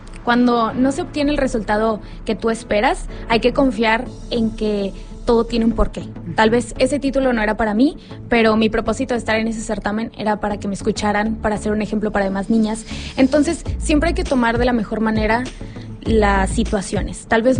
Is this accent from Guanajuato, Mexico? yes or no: no; Tampico, Tamaulipas, Mexico; moved away as an adult; also born or lived in Nuevo León; now in Monterrey, Mexico; Bueno, yo sí soy de Tampico, Tamaulipas. Ajá. Viví aquí de chiquita y este año me vine a vivir acá, y cuando quise hacer el casting me dijeron que Tamaulipas ya estaba ocupado, y pues yo sí quería representar al estado en el que nací y claro, donde he hecho la mayoría de mi vida.